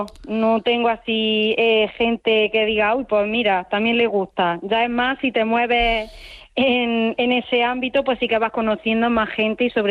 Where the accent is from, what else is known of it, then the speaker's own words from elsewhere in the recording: Villacarrillo, Andalusia, Spain; moved away; cuando voy de visita a mi pueblo, en Villacarrillo, allí en Jaén